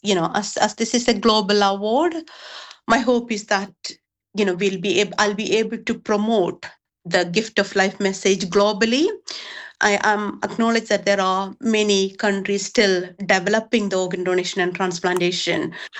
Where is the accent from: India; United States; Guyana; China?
India; moved away as an adult; now in United Kingdom; I came from India and I didn't have those challenges.